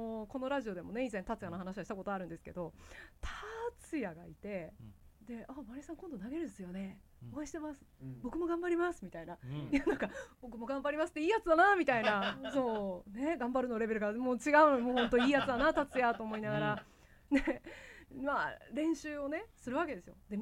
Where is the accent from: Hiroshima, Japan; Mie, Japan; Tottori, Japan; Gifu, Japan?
Tottori, Japan; moved away; 鳥取で生まれ育って野球を好きになってよかった。